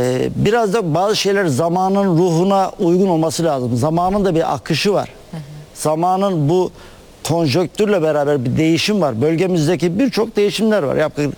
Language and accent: Turkish; Konya, Turkey; moved away; also born or lived in Manisa / Diyarbakır; Ama doğma büyüme de Konyalıyım.